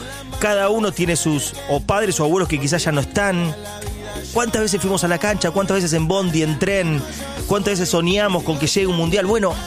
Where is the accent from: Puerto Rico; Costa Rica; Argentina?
Argentina